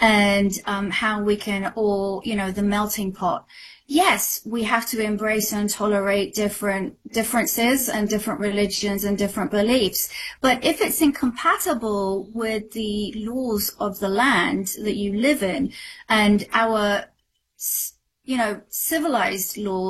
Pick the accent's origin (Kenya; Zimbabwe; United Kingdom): United Kingdom; now in United States; Well, I'm a British citizen, and this is a democracy, and we have freedom of speech.